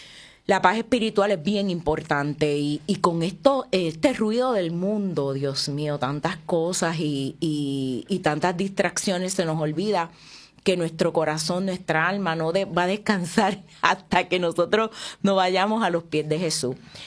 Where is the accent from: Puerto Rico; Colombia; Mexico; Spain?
Puerto Rico; Claro que sí, y Puerto Rico, ¿verdad? Porque esta es nuestra casa, la casa de todos